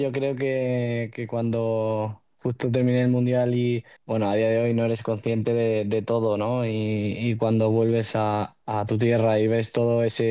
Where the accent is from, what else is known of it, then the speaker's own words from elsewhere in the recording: Extremadura, Spain; vuestro chico de Extremadura seguirá siendo extremeño y lo llevaré con mucho orgullo